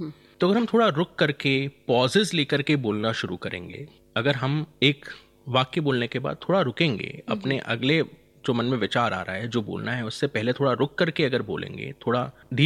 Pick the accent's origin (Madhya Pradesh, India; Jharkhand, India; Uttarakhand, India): Madhya Pradesh, India; Balaghat district; मैं बालाघाट जिले से आता हूँ, वहाँ की एक अपनी भाषा शैली है